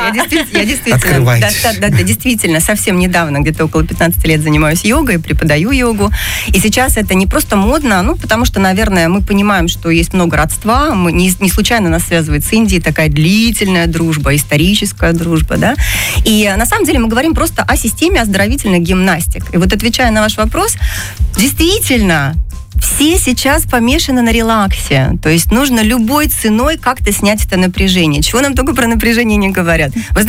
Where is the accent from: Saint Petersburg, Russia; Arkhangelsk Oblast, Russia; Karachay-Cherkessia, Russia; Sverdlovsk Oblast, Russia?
Saint Petersburg, Russia; now in Krasnodar, Russia; Это моя вторая родина, потому что я ленинградка и обожаю Кубань, люблю ее всей душой.